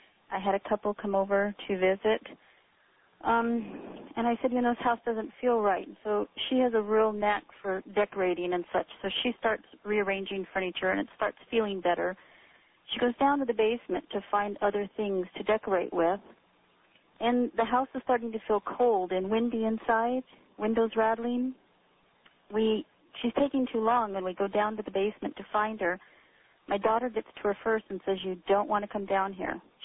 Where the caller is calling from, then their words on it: Oregon, United States; Hi, I'm calling from Oregon.